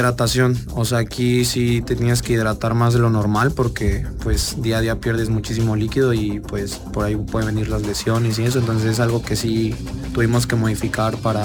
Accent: Texcoco, State of Mexico, Mexico; moved away as an adult; also born or lived in Cuernavaca, Morelos; Yo nací en Cuernavaca, Morelos, pero desde los 4 años vivo en el Estado de México, justo en Texcoco, donde jugó Carlos, entonces pues el clima ya sí es frío.

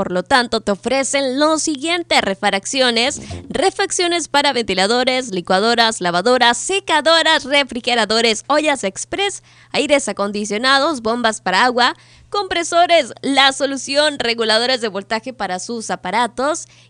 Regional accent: Mexico; como mexicanos aquí nos vale.

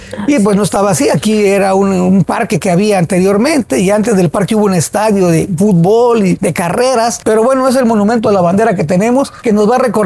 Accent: Mexico; pues bueno, la mayoría manda, vámonos para México, y somos mexicanas.

